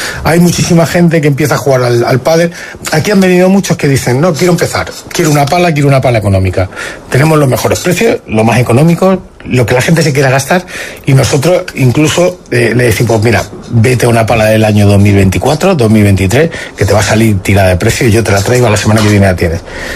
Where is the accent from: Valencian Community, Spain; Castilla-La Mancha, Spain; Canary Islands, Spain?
Castilla-La Mancha, Spain; Talavera de la Reina; now in Melilla, Spain; no tenemos pueblos alrededor como puede suceder en Talavera, que yo soy de ahí, de Talavera, en lo cual tienes todos los pueblos de alrededor.